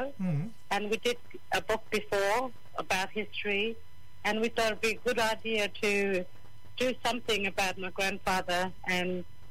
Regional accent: Wurrumyanga, Northern Territory, Australia; I come from Tiwi Islands, a little community called Wurrumyanga.

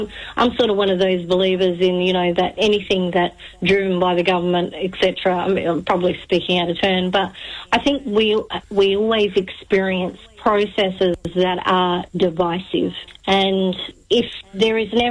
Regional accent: Western Australia, Australia; so we classify ourselves as Mirininga. So we have Minang, which is technically what it is.

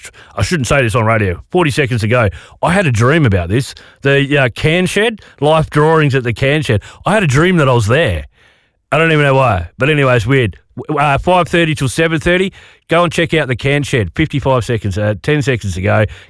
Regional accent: Collie, Western Australia, Australia; I grew up in Collie, right down south from here. Right down south of WA.

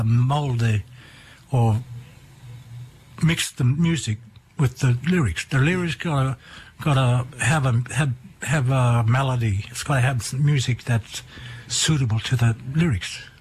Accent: Western Australia, Australia; And we have family from there, so we're from the Bunyal people, but we relate to Nimanbur.

